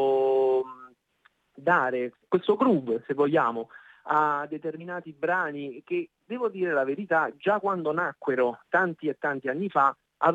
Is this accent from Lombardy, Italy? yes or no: no; Naples, Campania, Italy; essendo napoletano o meno